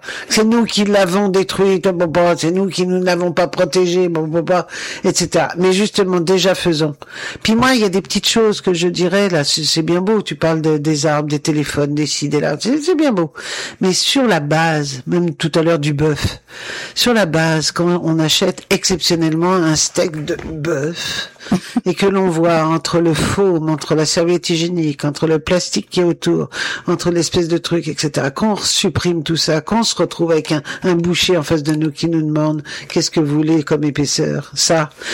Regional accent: France; Mais nous, pareil, chez nous en France, c'était la même chose.

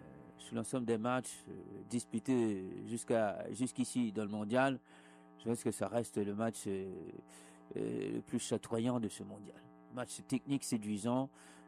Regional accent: Haiti; ce qui se passe au Venezuela et ce qui va se passer chez nous en Haïti

